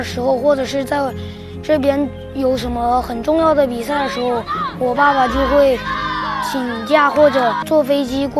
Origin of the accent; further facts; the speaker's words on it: Chengdu, Sichuan, China; 我来自四川成都，今年是我踢球的第七个年头了。